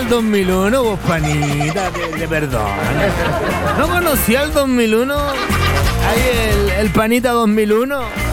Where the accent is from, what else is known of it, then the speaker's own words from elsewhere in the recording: Chile; para que puedas elegir música chilena, porque soy chilena.